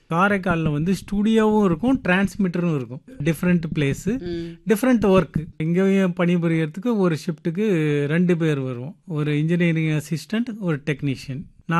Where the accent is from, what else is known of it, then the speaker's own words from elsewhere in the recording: Neyveli, Tamil Nadu, India; 1964 பிறந்தேன். Neyveli 24th block உள்ள elementary ஸ்கூலில் 8th வரைக்கும் அங்கே முடித்தேன்.